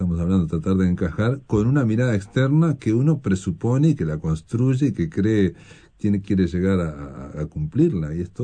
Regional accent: Fray Bentos, Río Negro, Uruguay; yo soy de Fray Ventos

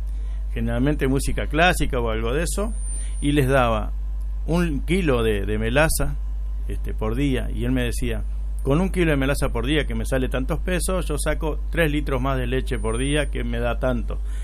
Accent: Artigas, Uruguay; born there; moved away; en mi pueblo también, en el rincón de Franquía, que la declararon área protegida. Es un rincón muy vasto entre el Uruguay y el Cuareim.

